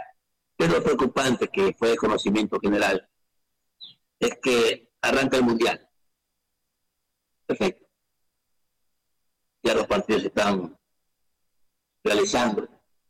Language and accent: Spanish; Guayaquil, Guayas, Ecuador; born there; now in Durán, Ecuador; yo nací en Guayaquil, vivo en Durán, nací en ese hermoso barrio de las cinco esquinas.